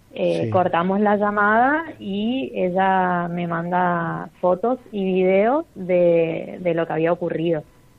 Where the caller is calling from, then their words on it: Presidencia Roque Sáenz Peña, Chaco, Argentina; soy de Presidencia Roque Sáenz Peña